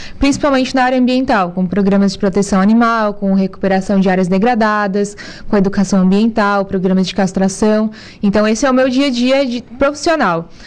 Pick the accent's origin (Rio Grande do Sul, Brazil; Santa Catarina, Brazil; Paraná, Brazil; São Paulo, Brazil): Santa Catarina, Brazil; Criciúma; Eu sou natural de Criciúma, tenho 30 anos